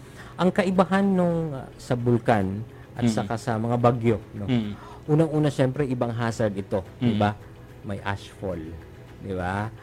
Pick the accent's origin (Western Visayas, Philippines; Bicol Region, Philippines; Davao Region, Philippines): Bicol Region, Philippines; Masbate; Pareho pala tayong Bicolano. Ay, so, I'm from Masbate.